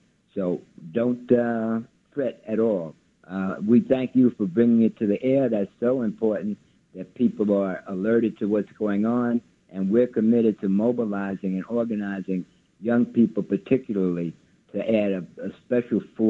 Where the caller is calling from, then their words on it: New York City, New York, United States; from Brooklyn.